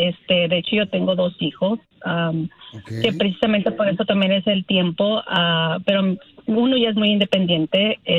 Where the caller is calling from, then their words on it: Jalisco, Mexico; yo soy de Jalisco.